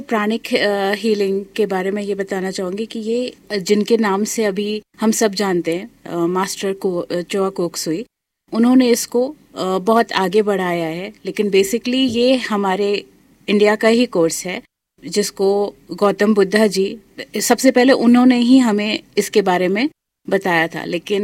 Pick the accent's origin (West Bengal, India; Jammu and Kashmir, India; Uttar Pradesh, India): Uttar Pradesh, India; Mankapur; moved away as an adult; also born or lived in Prayagraj / Lucknow; now in Pune, India; अयोध्या के पास ITI मनकापुर एक campus है, इंडियन टेलीफोन इंडस्ट्री, मेरी स्कूलिंग वहीं से हुई है और ग्रेजुएशन भी मैंने वहाँ से किया है। उसके बाद MBA के लिए मैं लखनऊ में आ गई, और उसके बाद आफ्टर मैरिज मैं पुणे में सेटल्ड हूँ।